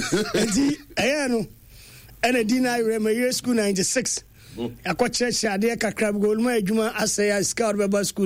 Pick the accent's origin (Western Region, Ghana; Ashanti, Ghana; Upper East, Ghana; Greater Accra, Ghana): Western Region, Ghana; Tarkwa; I was born and bred in Takwa.